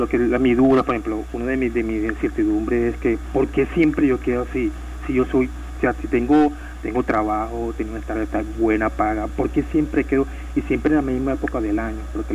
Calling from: Panama City, Panamá, Panama

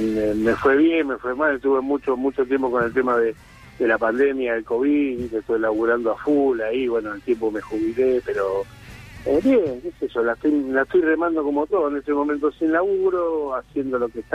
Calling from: Los Polvorines, Buenos Aires Province, Argentina; De Polvorines

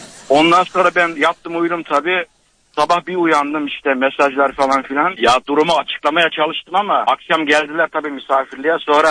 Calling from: Netherlands; Hollanda'dan arıyorum

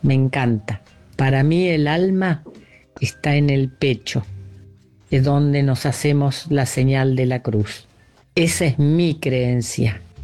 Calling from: Partido de la Costa, Buenos Aires, Argentina; del Partido de la Costa.

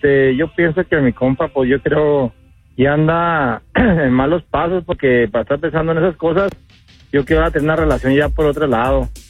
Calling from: Austin, Texas, United States; Aquí de Austin.

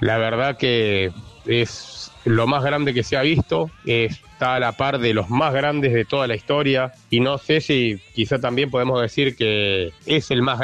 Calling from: Puerto Madryn, Chubut, Argentina; de Puerto Madryn, Chubut.

